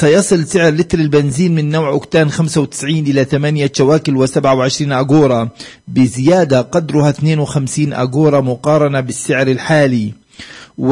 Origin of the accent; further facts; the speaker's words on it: West Bank, Palestine; عندنا احنا في الضفة الغربية